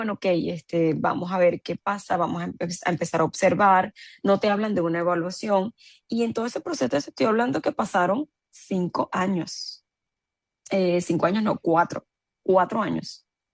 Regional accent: Venezuela; moved away as an adult; Cuando yo salí de Venezuela

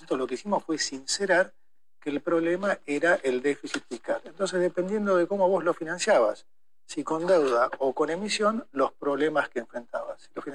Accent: Argentina; uno tiene que estar como argentino.

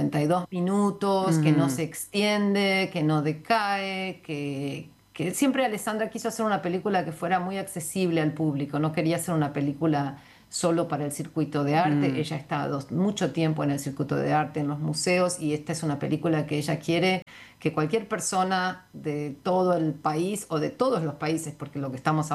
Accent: Rosario, Santa Fe, Argentina; also born or lived in Paraná, Entre Ríos, Argentina; yo nací en Paraná y crecí en Rosario, o sea, las dos orillas de ese río.

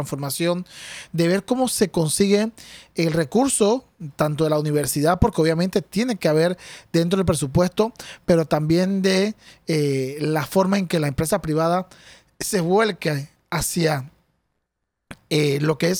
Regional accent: Escobal, Colón, Panama; gente que viene de las costas, de donde soy yo, de Escobal, de Cuipo

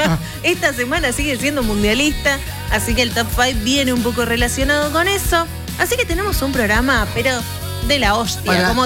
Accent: Argentina

